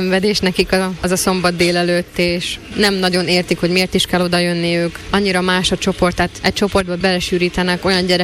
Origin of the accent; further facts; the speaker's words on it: Slovakia; moved away; Az biztos, hogy amikor kikerültem Kanadában, akkor jött elő bennem az, hogy igenis magyar vagyok